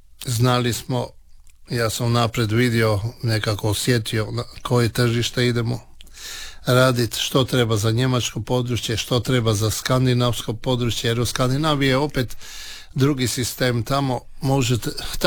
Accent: Pula, Istria County, Croatia; born there; Talijanski, eto, rođeni smo u Istri, u Puli, pa smo pričali talijanski. A kad smo došli na njemačko tržište, onda smo morali polako učiti njemački.

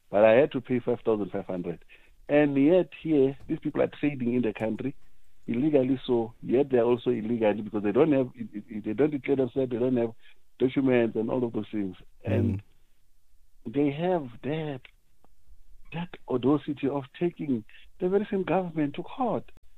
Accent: South Africa; when it comes to me as a South African, any law is being enforced.

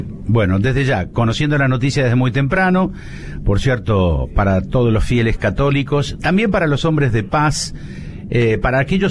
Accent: Rosario, Santa Fe, Argentina

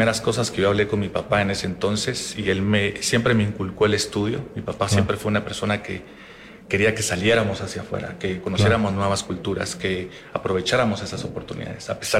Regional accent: Guatemala; moved away as an adult; now in Houston, United States; yo crecí aquí en Guatemala, hice mis estudios aquí en Guatemala, tuve muy buena educación, muy buena familia, muy buenos padres.

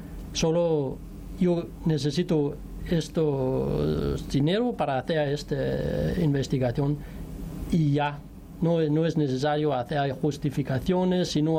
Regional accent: Denmark; Spanish is a second language; he trabajado 6 años en Francia antes que fui a España. Y en Francia también hay burocracia, pero veo, soy danés y veo ahora en Dinamarca hay muchas financiación

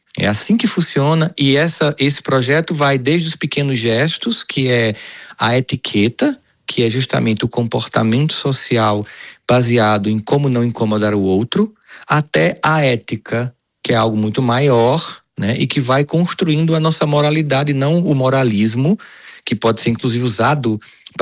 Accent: Brazil; Nossa, enquanto brasileiro

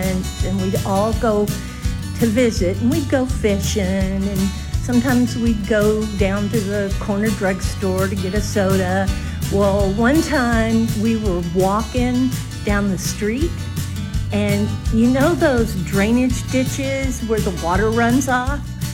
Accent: Abilene, Texas, United States; also born or lived in England; My dad retired from the military and when I was in second grade, so I grew up here in Abilene.

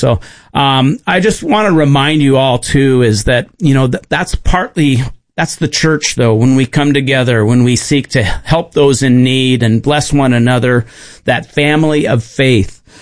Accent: Harvey, North Dakota, United States; also born or lived in Seattle area; now in Wilsonville, United States; my first memories are growing up in North Dakota. My dad was a pastor, and I remember about 4 years old, I remember moving out from the Seattle area to a little tiny town called Harvey, North Dakota.

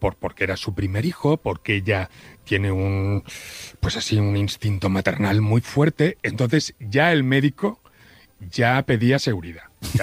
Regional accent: Barcelona, Catalonia, Spain; Donde crecí como Heidi, en la Clínica del Pilar.

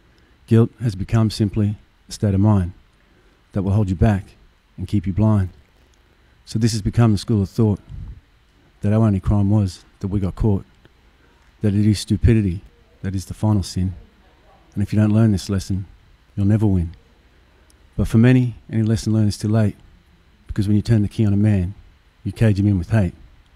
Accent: Queensland, Australia; I'm from Queensland. I've been down in Victoria for about 4 or 5 years.

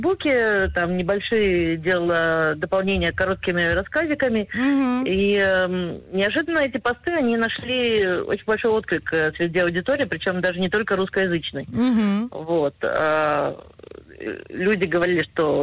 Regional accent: Minsk, Belarus; now in Haifa, Israel; я родилась в Советском Союзе, я приехала в 90-м году из Беларуси, из Минска, со всей своей большой семьей в Хайфу, и я хайфский художник

